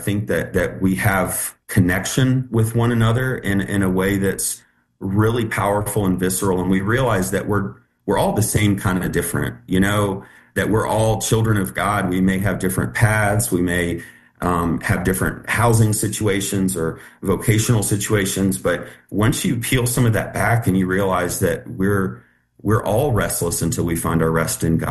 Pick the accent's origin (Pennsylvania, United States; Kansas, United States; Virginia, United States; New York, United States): Virginia, United States; Richmond; So I moved here from Richmond, Virginia, about a week after my high school graduation, with my mom and my dad and my daughter, who I had when I was 16. And we moved from the city of Richmond to Southwest Virginia.